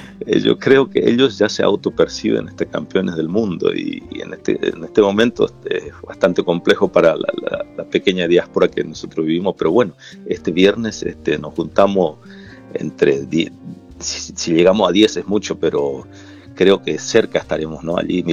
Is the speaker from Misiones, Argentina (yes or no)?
no; Pampa del Indio, Chaco, Argentina; first language Qom; Spanish is a second language; moved away as an adult; now in Dijon, France; yo soy ciudadano argentino, yo soy chaqueño, pertenezco al pueblo indígena Qom. Yo nací en Pampa del Indio, en la provincia del Chaco, a unos 300 kilómetros de Resistencia, que es la capital de Resistencia, uh-huh. Y vivo aquí en Dijon hace aproximadamente 7 años.